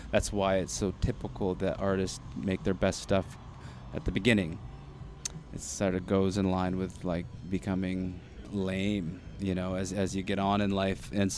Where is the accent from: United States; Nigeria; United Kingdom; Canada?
Canada; Vancouver, British Columbia; Yeah, we're all from Vancouver.